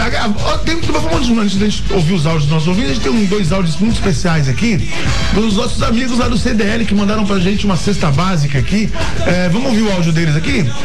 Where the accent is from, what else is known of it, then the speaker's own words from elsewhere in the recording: Brazil; a gente é brasileiro